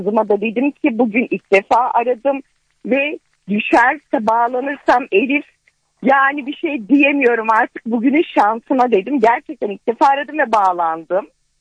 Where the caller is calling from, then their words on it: Konya, Turkey; Konya'dan arıyorum.